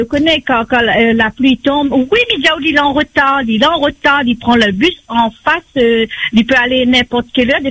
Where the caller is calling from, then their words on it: Réunion; Moi, je suis à lycée Plateau. Je suis de Belmen, je prends le car moulant.